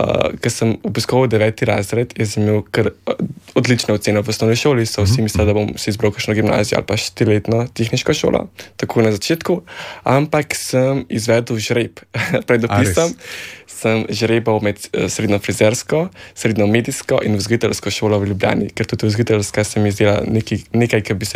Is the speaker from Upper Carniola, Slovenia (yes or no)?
yes; Kranj, Upper Carniola, Slovenia; prihajam iz Kranja, prej so se pogovarjali, da sem bolj človek iz vasi